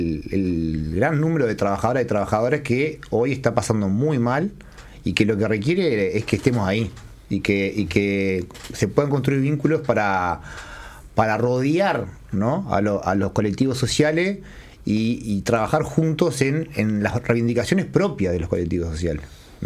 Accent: Uruguay; nosotros como los uruguayos

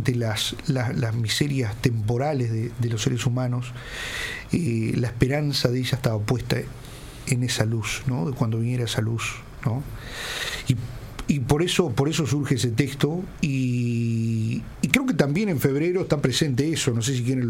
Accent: San Gregorio de Polanco, Tacuarembó, Uruguay; born there; mi San Gregorio de Polanco, en mi pueblo.

